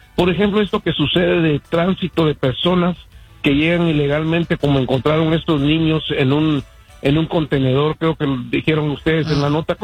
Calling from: Los Angeles, California, United States; Pues de Los Ángeles, Andreina.

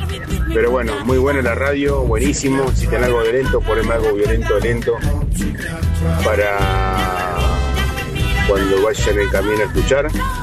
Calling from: Santa Fe, Argentina; de Santa Fe, capital.

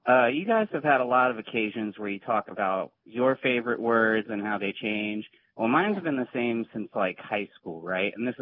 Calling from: Staunton, Virginia, United States; I'm calling from Stanton, Virginia.

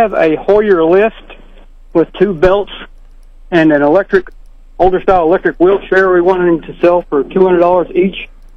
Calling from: Mount Leonard, Missouri, United States

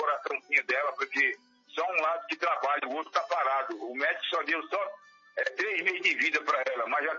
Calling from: Cubatão, São Paulo, Brazil

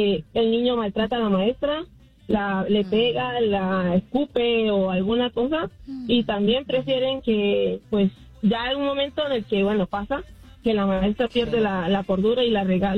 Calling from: Utah, United States; bueno, estoy bien, estaba de Utah.

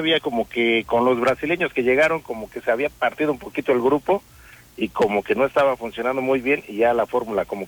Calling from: Mexico City, Mexico; De aquí de Iztapalapa para el mundo.

